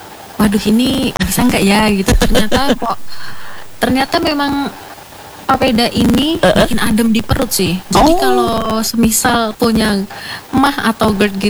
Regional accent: Central Java, Indonesia; now in Manokwari, Indonesia; Saya malah dari Jawa Tengah.

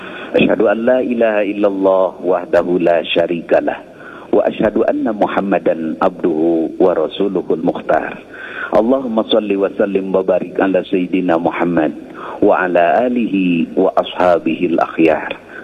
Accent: Indonesia; اللهم اجعل بلدتنا إندونيسيا آمنة مطمئنة

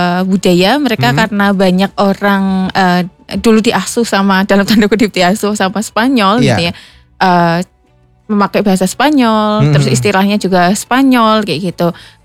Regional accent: Indonesia; kamu dari mana? Dari Indonesia, gitu.

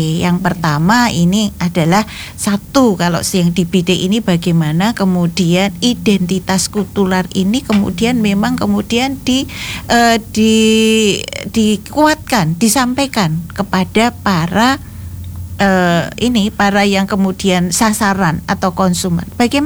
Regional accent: Magelang, Central Java, Indonesia; Wah, luar biasa ini satu daerah. Saya juga dari Magelang ya.

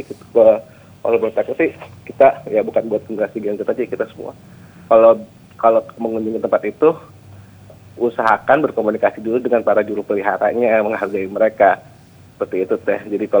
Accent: Kuningan, West Java, Indonesia; Dan itu adanya ada di kampung aku di Kuningan Cirebon kan.

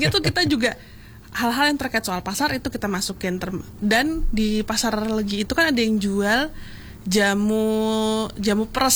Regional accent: Central Java, Indonesia; now in Jakarta, Indonesia; karena kebetulan ya saya juga orang tua saya orang Jawa, dulu saya Jawa Tengah, jadi nggak terlalu susah untuk menyesuaikan.

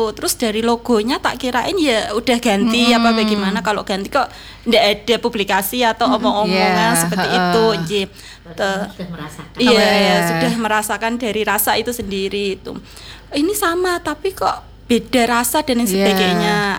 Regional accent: Kudus, Central Java, Indonesia; saya asli Kudus ya, asli Kudus itu.

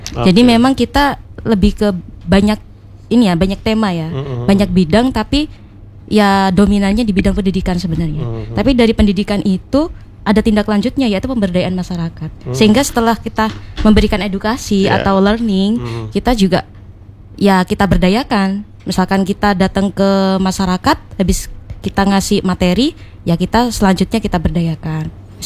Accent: Banyuwangi, East Java, Indonesia; also born or lived in Bandung; Ya, kalau saya aslinya Banyuwangi.

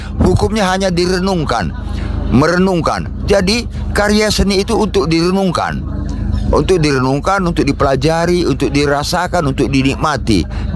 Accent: North Sumatra, Indonesia; Dan kita dari Sumatera Utara, terutama kami ya, termasuk teater Delik dan tim teater anak negeri dan kelompok-kelompok teater yang lain, kita masih punya ideologi teater itu loh.

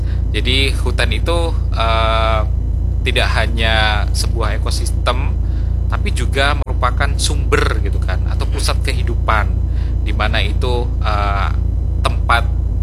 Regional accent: Java, Indonesia; Dan berhubung saya juga orang Jawa begitu, mungkin sekaligus menjawab tadi perspektif orang Jawa itu seperti apa sih gitu kan.

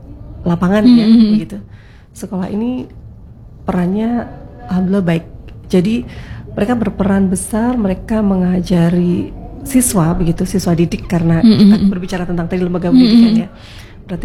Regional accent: Indonesia; kita tumbuh, kita lahir ya di negara Indonesia

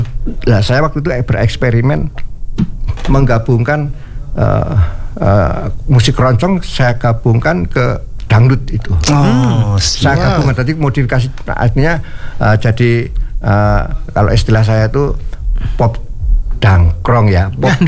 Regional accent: Surakarta, Central Java, Indonesia; now in Jakarta, Indonesia

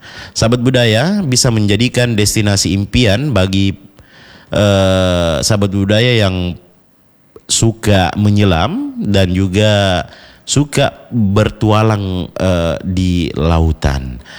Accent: South Sulawesi, Indonesia; Kalau kita orang Bugis, curu kinaseng.

